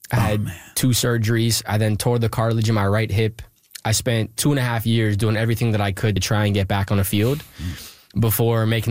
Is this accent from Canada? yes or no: yes; Pickering, Ontario, Canada; We start a community initiative called Pick Waste, because I'm from Pickering, and we pick up trash.